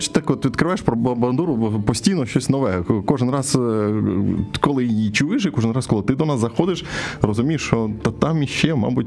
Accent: Chernihiv, Chernihiv Oblast, Ukraine; born there; я там колись народився в Чернігові

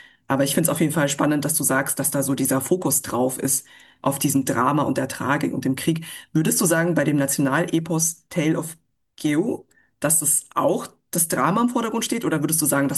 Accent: Munich, Bavaria, Germany; Ich bin zwar nicht in Niederbayern aufgewachsen, aber ich bin ja ursprünglich aus Südbayern, aus München.

